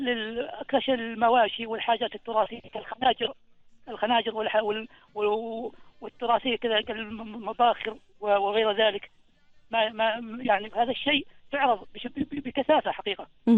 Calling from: Ad Dhahirah, Oman; هو نحن اساسا من ولايه ضيك، لكن بالنسبه لنا في القريه اللي انا اقطن فيها قريبه من عبري وينقل.

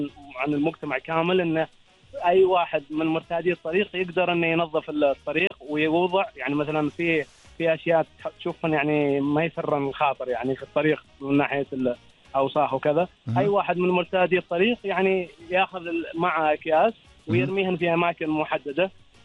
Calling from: Muscat, Muscat Governorate, Oman; والله حاليا من مسقط

